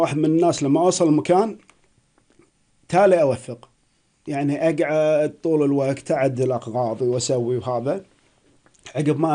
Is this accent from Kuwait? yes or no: yes; Kuwait; الأماكن اللي عندنا بالكويت جدا جميلة